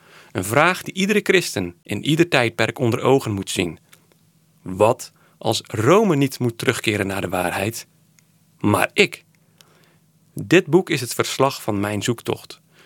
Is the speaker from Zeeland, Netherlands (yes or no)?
yes; Sint-Annaland, Zeeland, Netherlands; also born or lived in Rotterdam; now in Goeree-Overflakkee, Netherlands; Oorspronkelijk kom ik uit Zeeland, Sint-Annelands, dorpje op het eiland Tholen. Dat ligt tegen Brabant aan. Berg op Zoom was voor ons de dichtstbijzijnde stad. Ik heb ook nog een tijdje in Rotterdam gewoond.